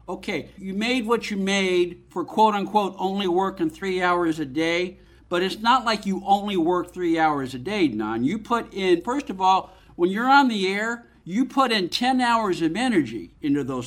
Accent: San Francisco, California, United States; I know this because I grew up in San Francisco, Don, there were three newspapers.

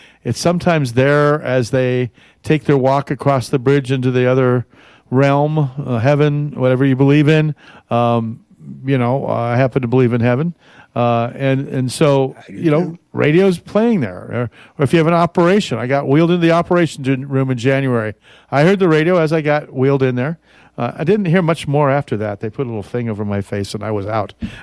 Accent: Oelwein, Iowa, United States; moved away; my hometown radio station in Olwine, Iowa, KOEL.

